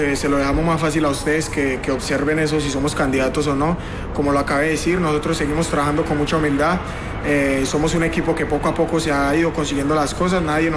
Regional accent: Colombia; somos colombianos y eso es lo que nos mantiene vivo a nosotros.

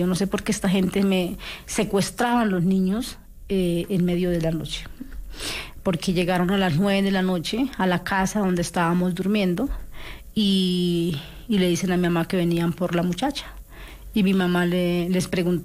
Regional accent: Casanare, Colombia; yo soy del departamento del Casanare.

